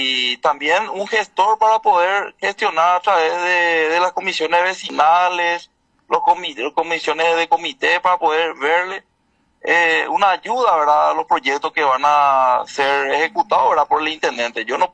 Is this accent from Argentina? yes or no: no; Carapeguá, Paraguarí, Paraguay; yo soy carapegüeño de cuna, nací en Carapeguá, me malcrié en Carapeguá y le quiero a mi ciudad.